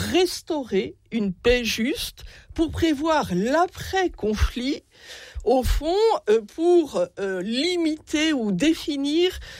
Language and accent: French; France; parce que nous sommes français